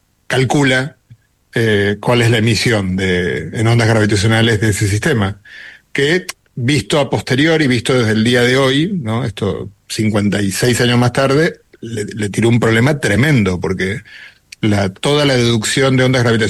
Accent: Argentina; mira que yo soy argentino y en Argentina tampoco es que sea, también es complicado manejar en Buenos Aires

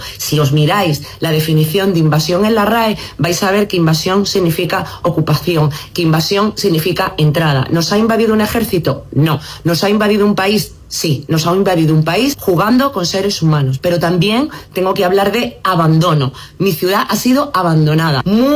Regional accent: Ceuta, Spain; esa ciudad del norte de África que sirve de frontera a toda España, pero también a toda Europa. Y sí, esa ciudad en la que nací, esa ciudad en la que crecí, y sí, esa ciudad de la que me siento tremendamente orgullosa.

